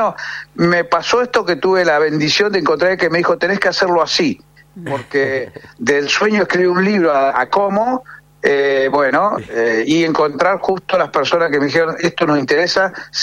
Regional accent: Allen, Río Negro, Argentina; born there; Yo nací acá en Allen, pero muy identificado con el... Yo soy del Valle, es mi región esta.

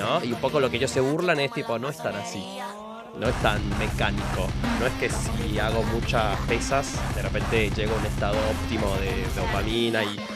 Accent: Venezuela; now in Argentina; Yo soy venezolano, perdí el acento.

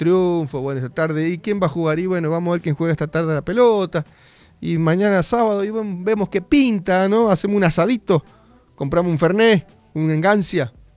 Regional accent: Argentina; que la Argentina son todos pechos fríos, porque somos así.

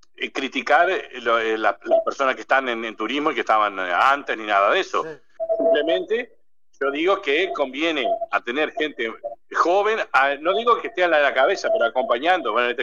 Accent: Diamante, Entre Ríos, Argentina; yo soy de Diamante, de Entre Ríos, y trabajo en la dirección de turismo de la ciudad

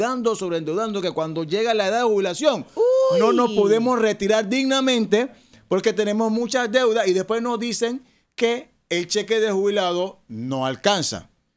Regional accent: Panama; Final es o somos todos los panameños que dejamos de percibir ese dinero, no tu restaurante.

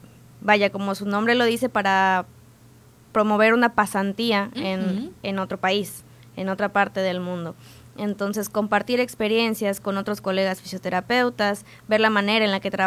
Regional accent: Mexico

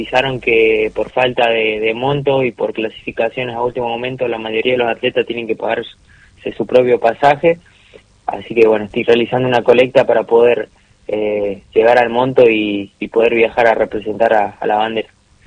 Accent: Jarilla, San Luis, Argentina; soy oriundo de San Luis. Yo crecí de chico en Jarilla, en un pueblito que está cerca del límite con Mendoza.

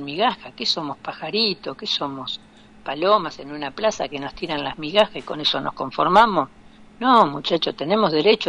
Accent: Argentina; Como argentinos tenemos que empezar a valorarnos, a respetarnos.

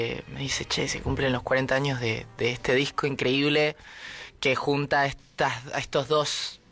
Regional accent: Mendoza, Argentina; Soy mendocino.

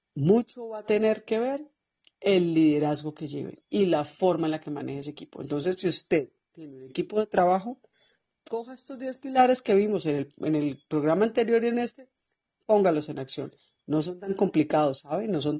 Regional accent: Colombia; yo por lo menos como colombiana lo padecí hasta el final.

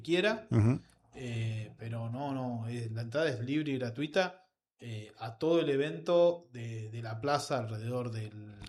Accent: Bragado, Buenos Aires Province, Argentina; somos de Bragado

